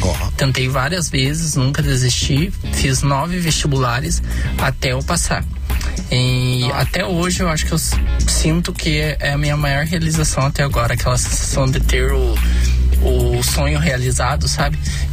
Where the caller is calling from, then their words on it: Ponta Grossa, Paraná, Brazil; sou de Ponta Grossa, Paraná.